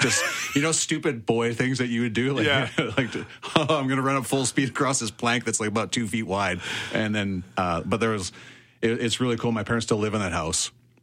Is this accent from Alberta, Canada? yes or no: yes; Calgary, Alberta, Canada; also born or lived in Cochrane, Canada; We were growing up in Bowness inside the city of Calgary. And I think it was the opportunity to be able to buy a house.